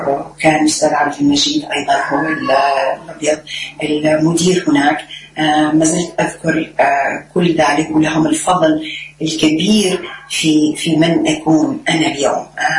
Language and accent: Arabic; Zarzis, Medenine, Tunisia; moved away as an adult; also born or lived in La Marsa, Tunisia; now in Bahrain; تونس، من جرجيس، مواليد حومة القرعة. أيضا تعلمت، ولدت وتعلمت ونشأت في تونس وفي جرجيس بالتحديد، ثم نجحت في دورة المعلمات، انتقلت إلى التعليم بدار المعلمات بالمرسى